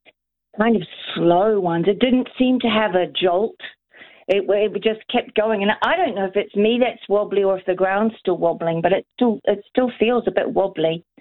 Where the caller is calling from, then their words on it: Ōhai, Southland, New Zealand; I am in Western Southland in Ōhai, among the beautiful people of the old coal mining town of Ōhai.